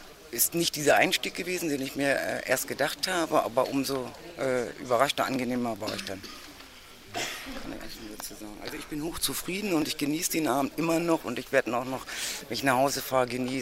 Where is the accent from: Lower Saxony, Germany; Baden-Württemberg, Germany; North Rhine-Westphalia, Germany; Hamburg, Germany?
Lower Saxony, Germany; Willershausen; Ich komme aus dem Raum Kahlefeld, Ortschaft Willershausen.